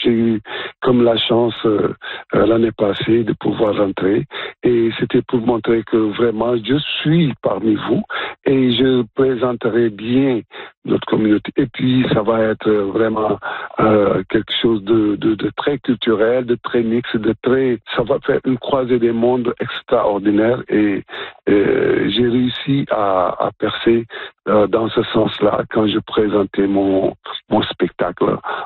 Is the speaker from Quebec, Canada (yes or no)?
no; Ontario, Canada; Et j'étais tellement content quand je me présentais en tant que franco-ontarien.